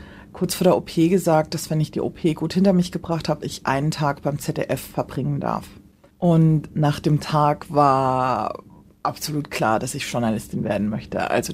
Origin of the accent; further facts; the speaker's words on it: Rhineland-Palatinate, Germany; Ich bin in der Nähe von Mainz aufgewachsen.